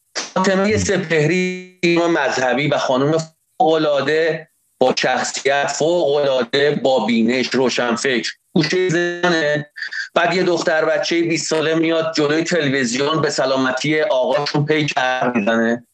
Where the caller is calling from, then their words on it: Tehran, Tehran Province, Iran; من خودم به عنوان یه کاسب از تهران نگاه میکنم